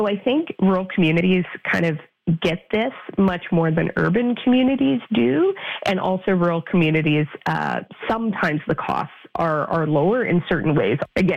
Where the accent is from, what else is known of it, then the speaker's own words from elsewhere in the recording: Canada; born there; also born or lived in Saskatchewan / Yukon; I grew up in Saskatchewan and the Yukon, so very, very rural parts of Canada.